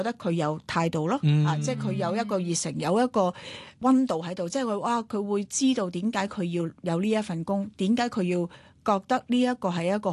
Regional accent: Hong Kong; 我哋香港人

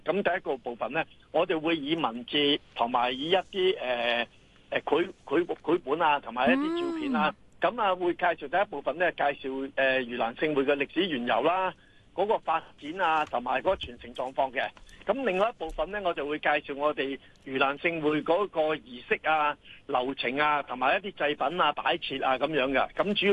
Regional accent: Chaozhou, Guangdong, China; 其實我哋潮州人，我哋去拜神，我哋求神咧。

